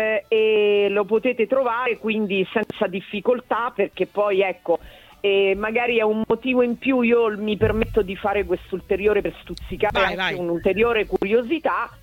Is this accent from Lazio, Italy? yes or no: yes; Rome, Lazio, Italy; born there; no, sono nato a Roma, ma ho genitori del nord, quindi ho passato l'infanzia tra le montagne.